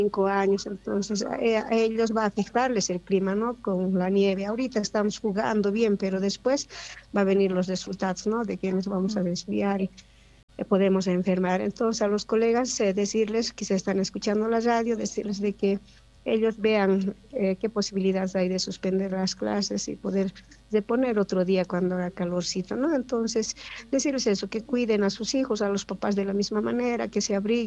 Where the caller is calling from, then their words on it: Llallagua, Potosí, Bolivia; como somos de Llayaguas, a veces vemos este cambio de clima y por estas alturas creo que es seguido